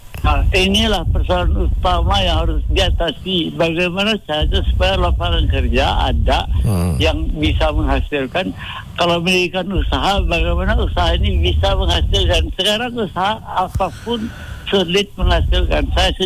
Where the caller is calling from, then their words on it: Surabaya, East Java, Indonesia; ini mungkin pendapat saya di Surabaya ini agak beda yang kali ini nih